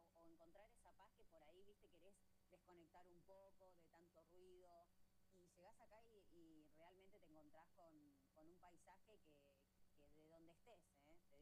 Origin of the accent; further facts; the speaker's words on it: Buenos Aires, Argentina; moved away as an adult; now in Villa Pehuenia, Argentina; ya estoy instalada ya hace 5 años. Pero no vengo a, no soy de acá, soy de Buenos Aires, pero ya está. Me quedo acá